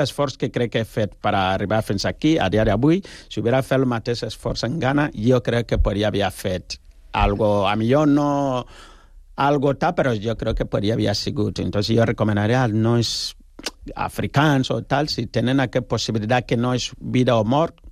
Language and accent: Catalan; Ghana; Catalan is a second language; now in Spain; perquè jo soc de Ghana, tu imagina que jo vinc aquí amb un taparrabo o una aliança